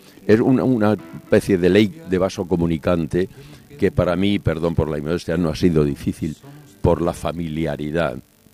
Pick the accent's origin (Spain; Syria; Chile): Spain; Chinchón, Community of Madrid; Su bisabuela era de Valdelaguna y yo soy de Chinchón, o sea, un pueblo muy cerca del mío. A él le crió su abuela y a mí la mía.